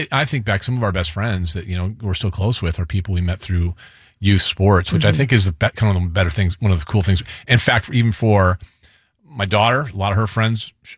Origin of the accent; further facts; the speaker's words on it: Maple Valley, Washington, United States; We come from Maple Valley, not the most diverse place in the world.